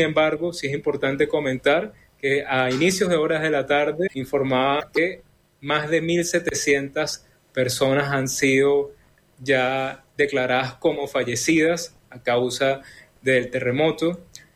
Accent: Venezuela; para nosotros como venezolanos

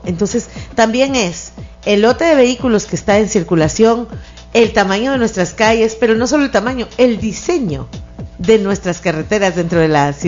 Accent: Guatemala; Pero no es que seamos típicos chapines, ajá.

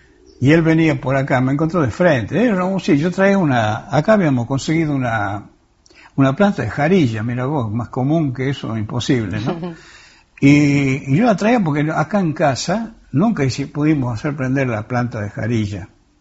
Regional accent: Chuquis, La Rioja, Argentina; mi pueblo también, de Chuquis, el pueblito de Chuquis, que queda ahí a 80 kilómetros de la ciudad de La Rioja.

